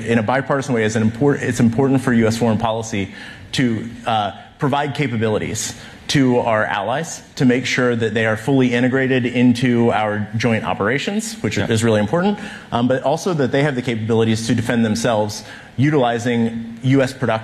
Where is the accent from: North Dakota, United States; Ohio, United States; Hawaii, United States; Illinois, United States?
Ohio, United States; moved away; I'm from Ohio originally.